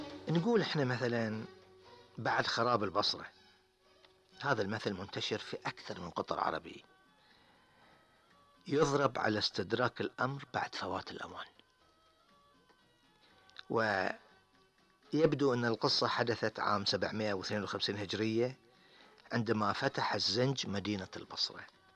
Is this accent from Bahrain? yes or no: yes; Bahrain; والعامة عندنا في البحرين يقولون عن نبع الماء الجاري على سطح الأرض السيح